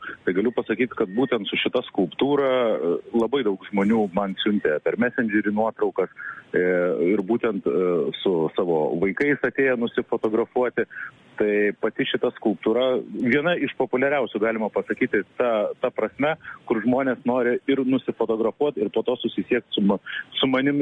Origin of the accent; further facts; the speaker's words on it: Kaunas, Kaunas County, Lithuania; O aš kaip kaunietis, kuris visai šalia mokėsi, šalia yra mano mokykla, tai aš tą puikiai erdvę pažįstu